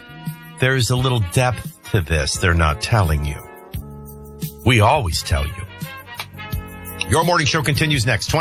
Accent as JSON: {"language": "English", "town": "Chicago", "region": "Illinois", "country": "United States", "moved": "yes", "lives_now": "New Orleans, United States", "said": "Listen, I was from Chicago. I moved down to New Orleans. I'm fishing on a bayou"}